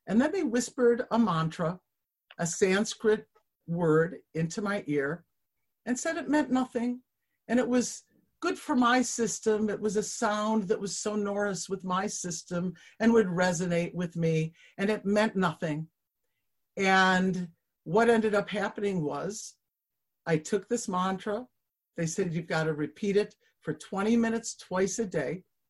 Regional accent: Buffalo, New York, United States; moved away; So I'm from Buffalo, New York, and I came back to Buffalo. And I was brought up in a suburb right near here to Reform Jewish parents.

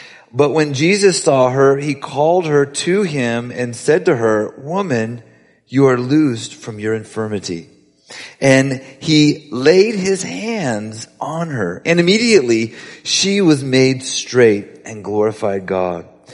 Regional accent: Scotland, United Kingdom; You know, I'm Scottish and it has to be pretty much free.

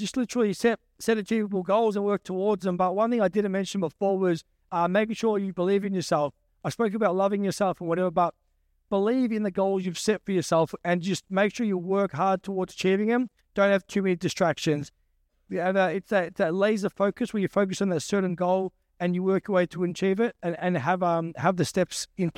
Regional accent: Melbourne, Victoria, Australia; I grew up around the area, I grew up around Kill Downs

